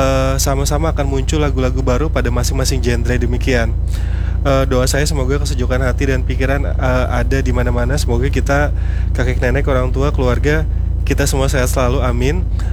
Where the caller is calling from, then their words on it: Yogyakarta, Special Region of Yogyakarta, Indonesia; Saya dari kota Yogyakarta.